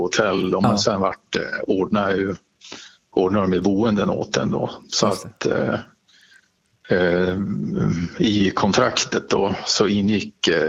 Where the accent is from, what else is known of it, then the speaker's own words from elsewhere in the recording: Sweden; Och det var ju en kul grej, för att jag var ju alltså svensk då i Thailand, och i den byggnaden där var det ju bönutrop då som började klockan 5:30 på morgonen.